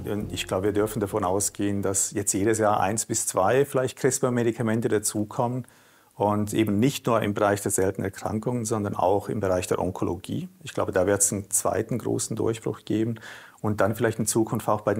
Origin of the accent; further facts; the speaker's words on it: Switzerland; now in Freiburg, Germany; Als Schweizer bin ich ein bisschen zurückhaltend, was Superlative angeht.